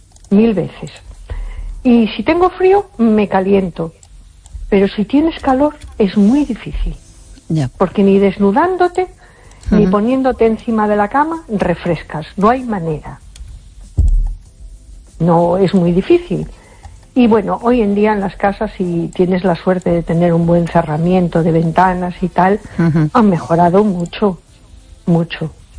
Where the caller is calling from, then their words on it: A Coruña, Galicia, Spain; de Coruña.